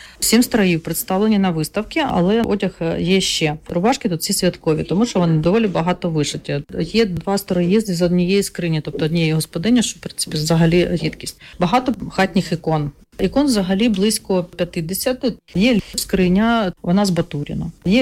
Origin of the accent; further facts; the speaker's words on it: Tyumen Oblast, Russia; also born or lived in Kramatorsk, Ukraine; Я народилася в Краматорську, коли мені було 5 років, мої батьки поїхали в Тюменську область на заробітки. І, відповідно, забрали мене туди. 9 класів, закінчувала в школі там.